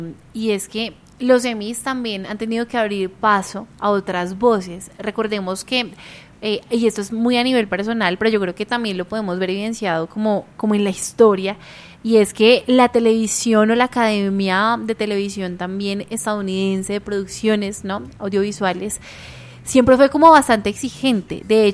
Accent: Colombia

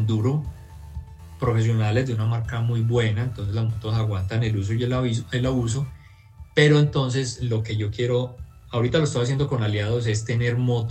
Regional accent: Colombia; todavía soy el colombiano que más lo ha corrido en moto

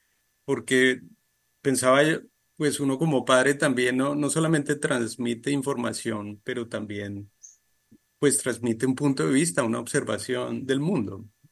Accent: Colombia; moved away as an adult; now in Thailand; Yo pues nací en Colombia y crecí allí pues toda la vida hasta la universidad

